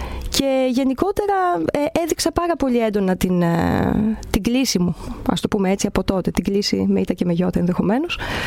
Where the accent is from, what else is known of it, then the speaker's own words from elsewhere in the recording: Volos, Thessaly, Greece; moved away; Γεννήθηκα εδώ στο Βόλο και βασικά χαίρομαι που είμαι στη γενέτειρά μου αυτή τη στιγμή